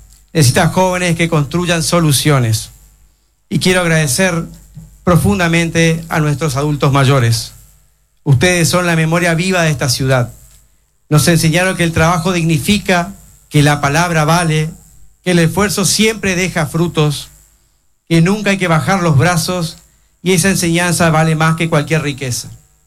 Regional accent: Fontana, Chaco, Argentina; somos argentinos, somos fontanenses

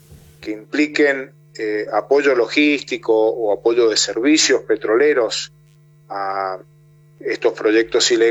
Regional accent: Mendoza, Argentina; esto te lo digo como mendocino, como argentino

